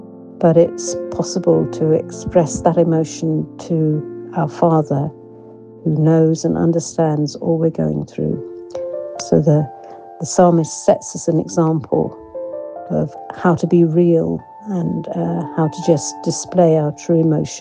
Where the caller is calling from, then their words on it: Portsmouth, South East England, United Kingdom; I live in Portsmouth.